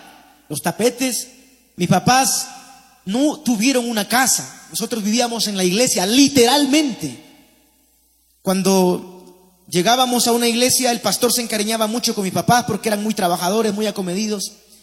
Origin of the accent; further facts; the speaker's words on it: Paiján, La Libertad, Peru; llegaron las vacas flacas, como decimos, en mi pueblo. Llegó como una especie de hambruna ahí en Paiján, no había que comer